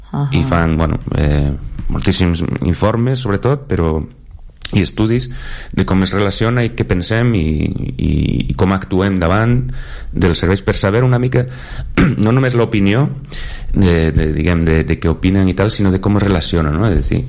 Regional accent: Galicia, Spain; Catalan is a second language; now in Catalonia, Spain; a la part de la costa, que és on soc jo, que es parla més ràpid i més com bailando

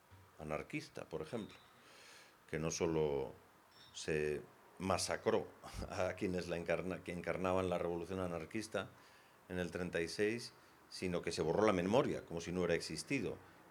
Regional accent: Spain; Yo me considero un orgulloso español, pero para alguna gente no lo soy.

